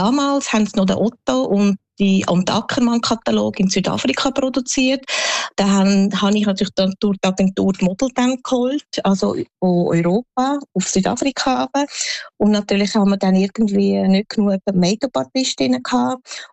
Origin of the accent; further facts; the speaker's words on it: Switzerland; Also, also Schweiz ist da, wo ich geboren bin, aufgewachsen bin, in die Schule bin, die Ausbildung gemacht habe.